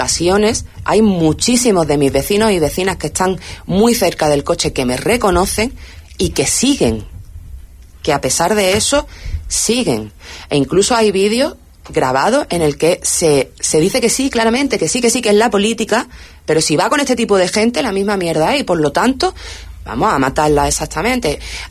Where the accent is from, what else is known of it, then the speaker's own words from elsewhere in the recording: Ceuta, Spain; nuestra ciudad